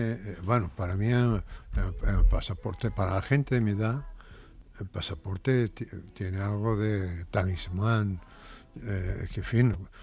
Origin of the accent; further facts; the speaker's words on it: Spain; la primera vez que yo salí de España, yo llegué a la frontera a pie